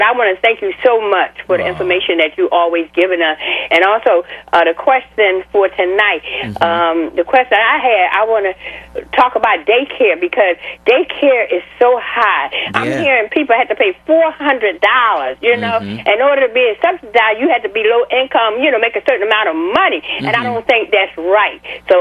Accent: Georgia, United States; I'm from Georgia, and I always tell people how much I love Georgia

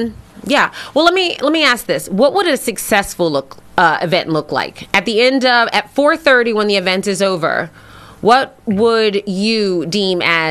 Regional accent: Philadelphia, Pennsylvania, United States; I'm a West Philly girl.

